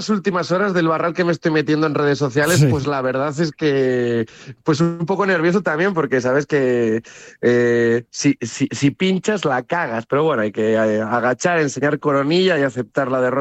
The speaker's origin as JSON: {"language": "Spanish", "country": "Spain", "said": "O sea, no soy un español promedio."}